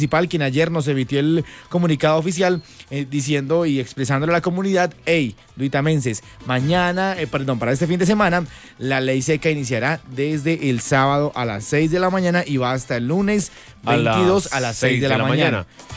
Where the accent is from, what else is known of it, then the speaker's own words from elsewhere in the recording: Tunja, Boyacá, Colombia; hoy vamos para Tunja, entonces necesito llegar a mi tierra natal, allí, bien elegante.